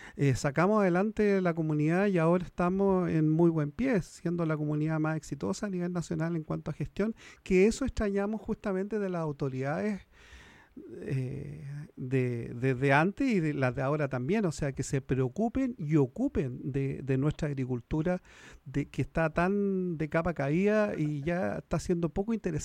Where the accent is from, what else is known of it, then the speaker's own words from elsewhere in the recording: Santiago, Santiago Metropolitan Region, Chile; yo soy santiaguino y tomo y lomo.